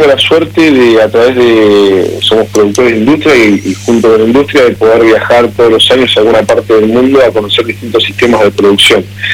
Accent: Argentina

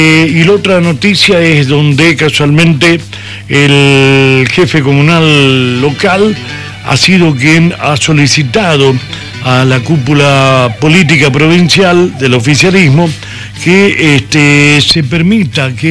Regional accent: Argentina; somos los argentinos

